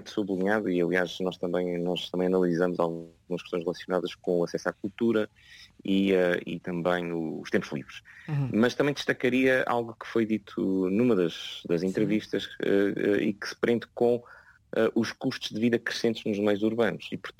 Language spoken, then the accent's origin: Portuguese; Azores, Portugal; moved away; eu sou originalmente dos Açores